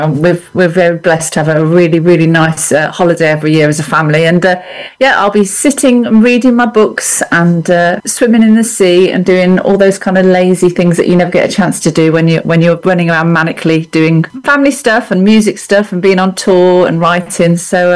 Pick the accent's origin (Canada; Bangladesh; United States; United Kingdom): United Kingdom; Midlands; Although I personally don't think I'm a southerner either. I'm from the Midlands, which is a bit of a no man's land.